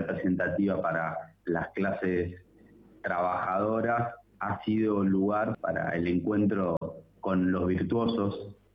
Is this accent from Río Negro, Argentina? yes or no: no; Sarandí, Buenos Aires Province, Argentina; Yo soy de Sarandí, Avellaneda.